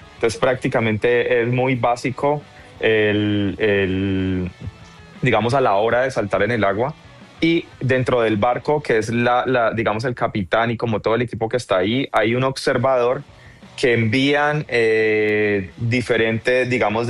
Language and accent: Spanish; Colombia; now in San Francisco, United States; yo estoy representando a Colombia, uh-huh, porque pues soy nadador colombiano.